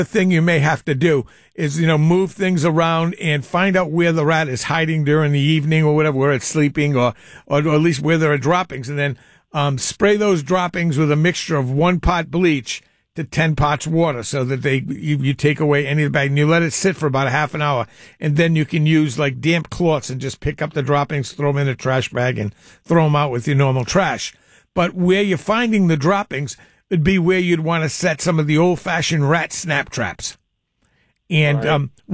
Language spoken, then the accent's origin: English; East Providence, Rhode Island, United States; here in my hometown of East Providence